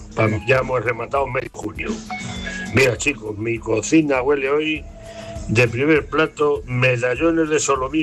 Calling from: Alcázar de San Juan, Castilla-La Mancha, Spain; de Alcázar de San Juan.

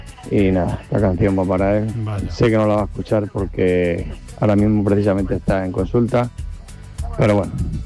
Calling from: Extremadura, Spain; Por cierto, soy el recién de Extremadura.

